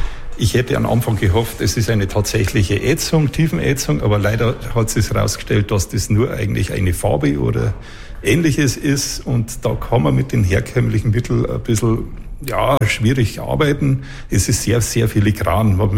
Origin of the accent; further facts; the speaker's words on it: Ingolstadt, Bavaria, Germany; born there; ich bin ein gebürtiger Ingolstädter